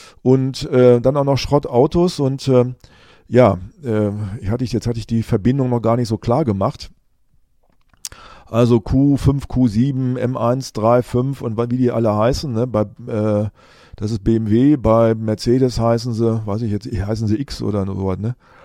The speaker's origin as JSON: {"language": "German", "town": "Rinteln", "region": "Lower Saxony", "country": "Germany", "tie": "born or raised there", "said": "Auch da in meiner alten Heimatgemeinde in Rinteln, da fahren jetzt alle SUVs."}